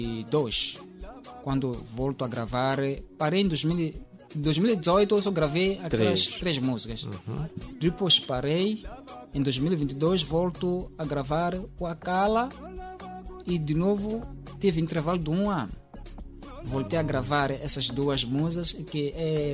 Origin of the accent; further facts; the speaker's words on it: Nyarim, Inhambane, Mozambique; also born or lived in Quelundo; now in Maputo, Mozambique; Eu sou natural de Nyarim, sim. Fui nascido em Quelundo, Zavala.